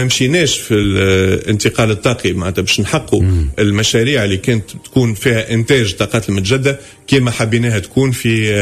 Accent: Tunisia

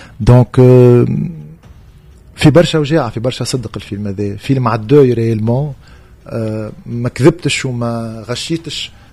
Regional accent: Tunisia

